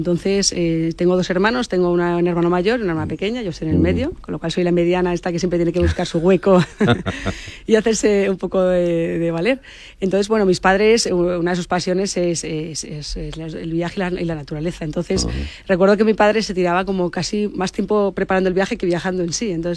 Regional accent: Valencia, Valencian Community, Spain; moved away as an adult; also born or lived in Zamora; Me considero valenciana, totalmente, como dices, hasta los huesos, porque pasé allí mi infancia, pasé mi adolescencia, la época de la universidad. Y es verdad que llevo ya años fuera de Valencia, porque ya hace 20 años que salí de allí

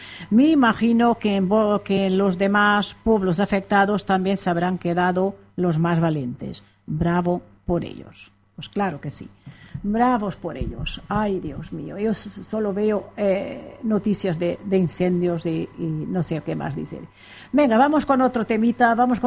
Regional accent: Spain; soy español.

